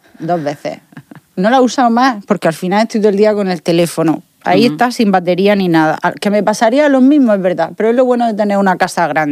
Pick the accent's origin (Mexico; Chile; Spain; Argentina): Spain; Region of Murcia; Yo, como murciana, lo digo así